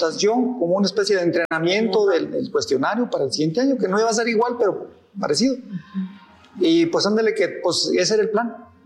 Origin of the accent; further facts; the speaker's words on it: Colonia Oscar Sotomayor, Mexico; estando en la secundaria aquí en Colonia Oscar Sotomayor, en mi pueblo natal